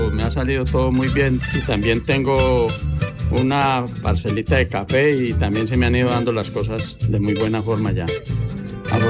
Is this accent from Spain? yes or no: no; Pensilvania, Caldas, Colombia; Soy de Pensilvania, Caldas.